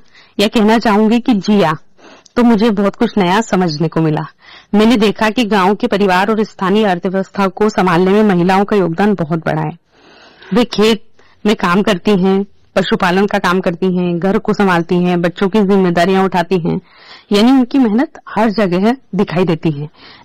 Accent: Madhya Pradesh, India; now in Hatpipliya, Ratlam district, India; मैं मालवा की मिट्टी से आती हूँ और मालवा की अपनी पहचान है।

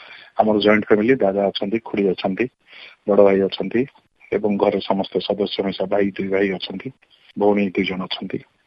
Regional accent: Koraput, Odisha, India; ପେଶାରେ ଓକିଲାତି କରେ। ମୋ ଜନ୍ମ କୋରାପୁଟରେ, ବାସିନ୍ଦା କୋରାପୁଟ।

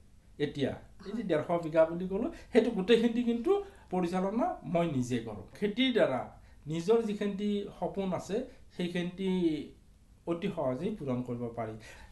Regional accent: Balitara, Assam, India; মোৰ ঘৰ বালিতাৰা, জিলা নলবাৰী।

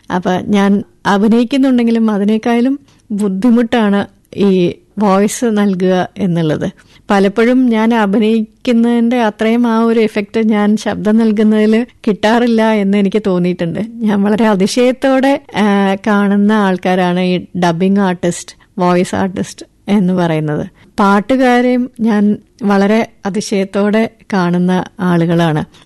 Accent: Thiruvananthapuram, Kerala, India; എന്റെ വീട് തിരുവനന്തപുരത്താണ്. തിരുവനന്തപുരത്ത്.

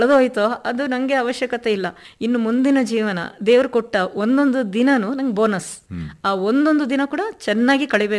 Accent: Karnataka, India; first language Kannada; ನಾವು ಕರ್ನಾಟಕದವರು, ಕನ್ನಡನೇ ನಮ್ಮ ಮಾತೃಭಾಷೆ

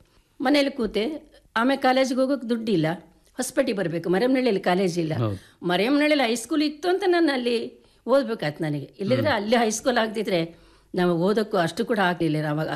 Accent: Devalapura, Karnataka, India; born there; ರಜಾ ದಿನಗಳಲ್ಲಿ ದೇವಲಾಪುರದಲ್ಲಿ ಇದ್ವಿ ನಾವು ಮೊದಲು, ಅಲ್ಲಿ ಖಾಸಗಿ ಶಾಲೆಯಲ್ಲಿ ಓದಿದೆ. ಅಲ್ಲಿ ಏನು ನಾನು ಕಲ್ತಿದ್ದೀನಿ ಅಂತ ತಿಳ್ಕೊಂಡು ನಮ್ಮ ಮರಿಯಮ್ನಹಳ್ಳಿಗೆ ಬಂದಾಗ ಗೌರ್ಮೆಂಟ್ ಶಾಲೆಗೆ ಹೋದೆ ನಾನು

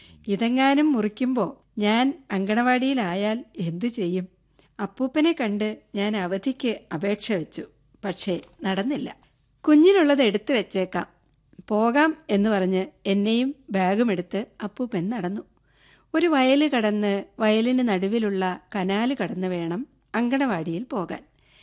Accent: Haripad, Kerala, India; now in Chendamangalam, North Paravur, India; ആലപ്പുഴ ജില്ലയിലെ ഹരിപ്പാടിനടുത്തുള്ള കാഞ്ഞൂരാണ് എന്റെ കൊച്ചു ഗ്രാമം.

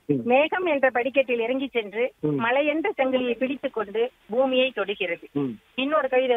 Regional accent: Tamil Nadu, India; now in Lakkapuram, Namakkal district, India; நான் நாமக்கல் மாவட்டம் லக்கபுரம் கிராமத்திலிருந்து வந்திருக்கிறேங்க. என் ஊர் சொந்த ஊர் வந்து அக்ரஹாரம்.

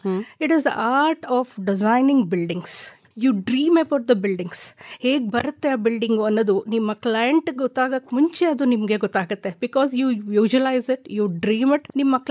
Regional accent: Mysore, Karnataka, India; ಮೈಸೂರಿನವಳು, ಹುಟ್ಟಿ ಬೆಳೆದಿದ್ದು ಎಲ್ಲ ಮೈಸೂರಿನಲ್ಲೇ.

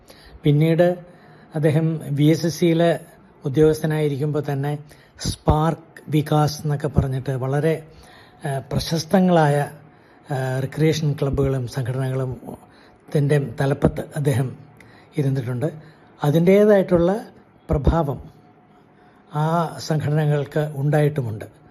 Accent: Thiruvananthapuram, Kerala, India; born there

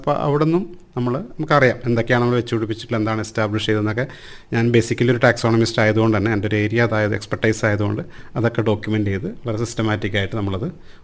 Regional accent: Pariyaram, Kerala, India; ഇപ്പം ഞാൻ പരിയാരം സ്വദേശിയാണ്.

